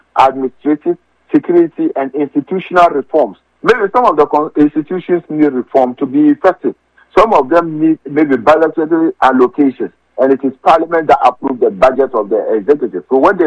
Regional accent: Ghana; And I feel sad as a Ghanaian that our country now

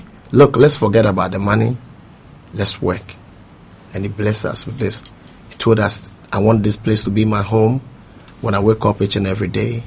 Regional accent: Ghana; moved away; also born or lived in United States; I'm back to Ghana doing music again.

